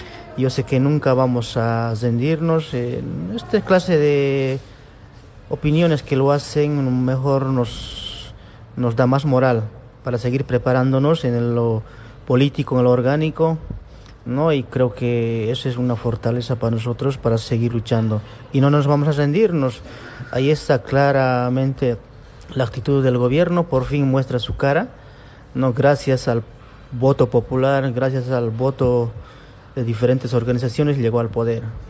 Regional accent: Cochabamba, Bolivia

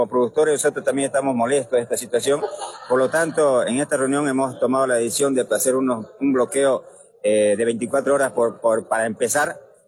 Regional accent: Bolivia; nuestro querido país Bolivia

